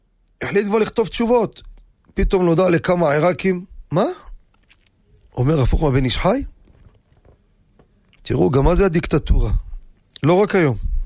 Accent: Jerusalem, Jerusalem District, Israel; ובאמת, בירושלים, אני גדלתי בירושלים. בקטמון עם כל השכונות העיראקים

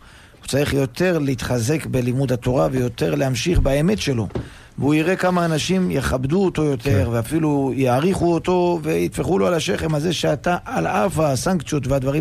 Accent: Netanya, Central District, Israel; אני יכול לומר ממקום האישי, שאני גדלתי במשפחה שאומנם לא בדיוק חרדים, ובעיקר בעיקר השכונה שבה ברוך השם...

